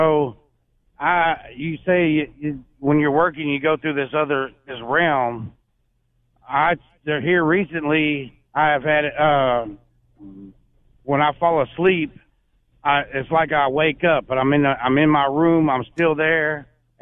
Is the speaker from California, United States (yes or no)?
no; Alexandria, Louisiana, United States; I'm from Alexandria, Louisiana